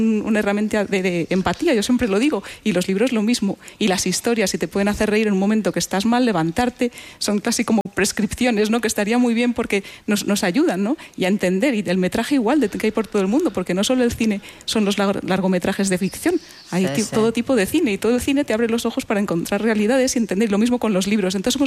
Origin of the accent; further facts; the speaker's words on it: Madrid, Community of Madrid, Spain; Isaac, que es de Barcelona, yo que soy de Madrid, pero ahora nos sentimos de Oroña.